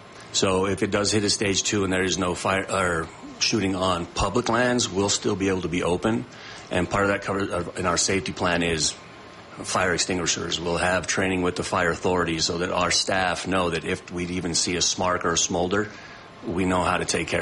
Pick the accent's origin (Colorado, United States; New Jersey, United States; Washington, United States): Colorado, United States; Leadville; growing up in Leadville, we have the quick draw competitions.